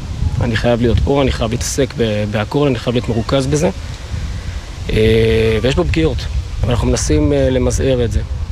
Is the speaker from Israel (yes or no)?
yes; Northern District, Israel; החטיבה כמובן של רמת הגולן, שם גדלנו, שם תמיד היינו